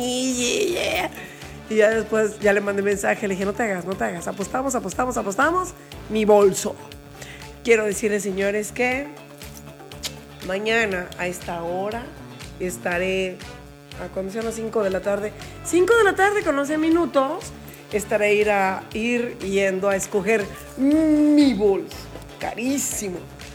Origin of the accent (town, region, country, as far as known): Mexico